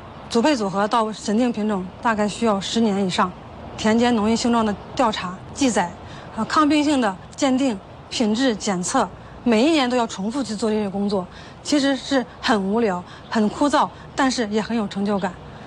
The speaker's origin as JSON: {"language": "Chinese", "area": "Hua County, Anyang", "region": "Henan", "country": "China", "tie": "born or raised there", "moved": "as an adult", "lives_now": "Shangqiu, China", "said": "我从小就是出生在安阳滑县，安阳滑县呢是国家小麦第一县，然后呢又是来自农村，出生在农民的家庭。"}